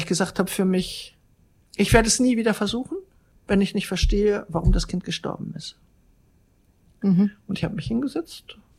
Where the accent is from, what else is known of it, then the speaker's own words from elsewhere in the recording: Germany; Eindeutig Europäerin, viele haben auch getickt, ich bin eine Deutsche, was will die eigentlich hier?